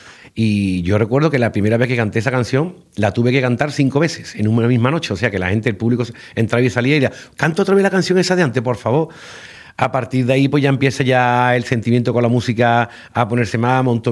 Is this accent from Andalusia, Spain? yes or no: yes; El Viso del Alcor, Andalusia, Spain; Yo soy del Viso del Alcor